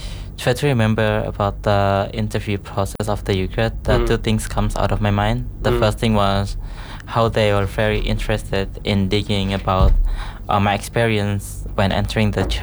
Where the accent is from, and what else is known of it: Indonesia; English is a second language